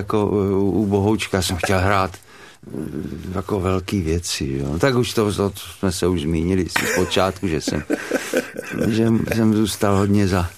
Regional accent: Liberec, Liberec Region, Czechia; born there; moved away; já jsem ještě taky část dětství prožil v Liberci.

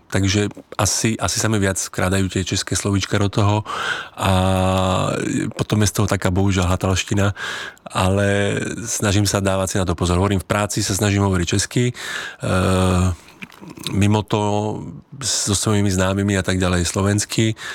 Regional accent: Košice, Košice Region, Slovakia; že ja som z Košíc, no tak to ani náhodou.

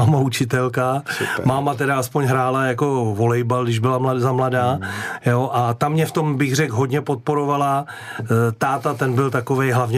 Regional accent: Litvínov, Ústí nad Labem Region, Czechia; jsem se narodil v Litvínově

